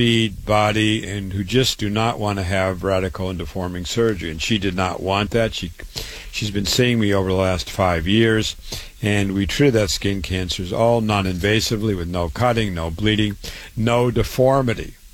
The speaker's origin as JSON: {"language": "English", "town": "Waterloo", "region": "Iowa", "country": "United States", "tie": "born or raised there", "said": "I was born and raised in Waterloo, Iowa."}